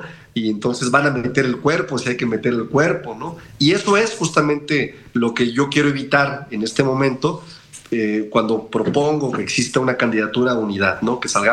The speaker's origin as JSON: {"language": "Spanish", "region": "Mexico City", "country": "Mexico", "tie": "born there", "said": "la alcaldía de la cual soy vecino, que es la Cuauhtémoc, en esta ciudad donde yo nací."}